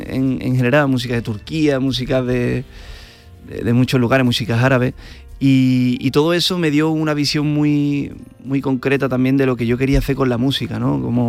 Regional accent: Utrera, Andalusia, Spain; lo he vivido en casa, lo he vivido en el pueblo, en Utrera, ¿no? De donde soy.

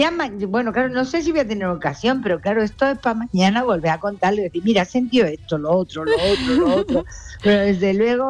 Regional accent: Málaga, Andalusia, Spain; Mira, yo digo que para mí mi tierra es muy importante.

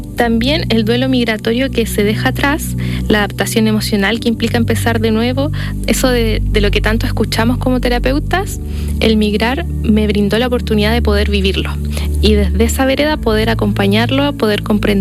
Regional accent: Chile; moved away as an adult; also born or lived in Coquimbo; Yo soy una psicóloga chilena, soy la menor de una familia de cuatro. Crecí en el campo, lo que venía siendo un pueblito llamado El Guacho. Luego me mudé a la ciudad, a Coquimbo, y actualmente me mudé de país

